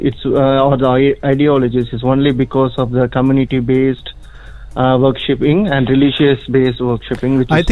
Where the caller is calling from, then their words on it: South India, India; I am from South India, so.